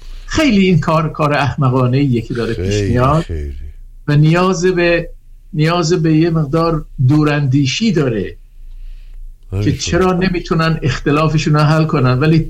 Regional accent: Khorramshahr, Khuzestan, Iran; ولی من یادم خودم در دوران کودکیم حتی تا بزرگ شدم به بازار ماهی خرمشهر میرفتم مثلا.

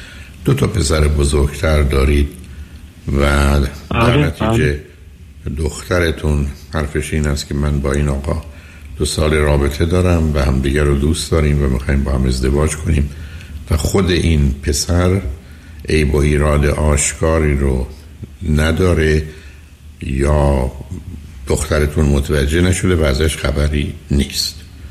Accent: Iran; moved away; ما از ایران آمدیم بیرون، ولی با خودمون همچنان وابستگی رو آوردیم

